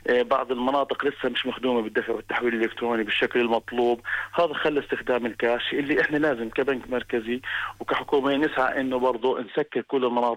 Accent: Jordan

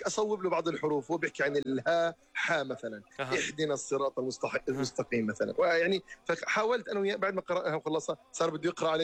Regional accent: Jordan; لا بقول لي انت من وين؟ بقول له انا من الاردن.

